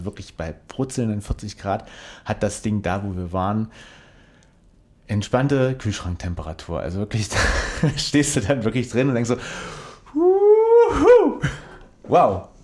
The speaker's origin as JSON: {"language": "German", "country": "Germany", "said": "als Deutscher bist du da wirklich, die tragen dich auf Händen da, weil du bist Deutscher."}